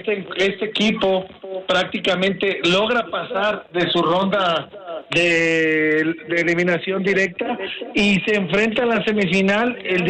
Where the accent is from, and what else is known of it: Puebla, Mexico